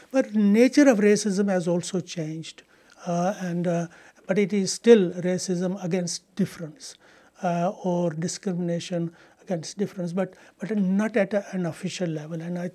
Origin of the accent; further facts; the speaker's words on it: Kotli, Azad Kashmir, Pakistan; now in England; I come from the Mirpur division of Azad Kashmir, and when I left it, I mean, my area was rather backwater. Kotli was not a district. Kotli was a sub-district. But that's where I originally hail from.